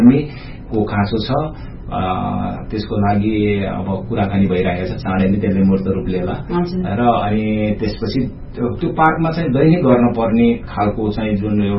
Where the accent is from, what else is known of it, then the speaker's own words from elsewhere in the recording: Pokhara, Gandaki Province, Nepal; born there; मेरो जन्म त मासबारमा भएको